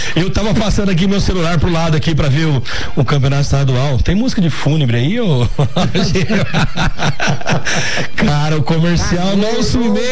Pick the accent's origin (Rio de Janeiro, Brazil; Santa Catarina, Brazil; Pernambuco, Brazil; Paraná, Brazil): Paraná, Brazil; now in Mato Grosso do Sul, Brazil; sou paranaense, moro aqui no Mato Grosso do Sul há 30 anos, né?